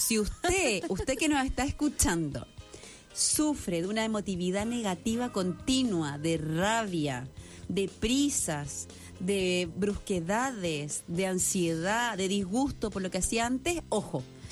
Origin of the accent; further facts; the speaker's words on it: Chile; yo soy verdaderamente chilena, les digo. … no tengo ningún apellido extranjero.